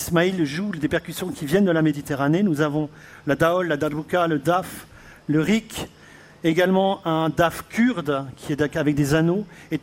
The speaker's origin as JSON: {"language": "French", "country": "France", "said": "de l'autre côté de la frontière, chez nous, en France, il serait bon de retrouver un peu de calme"}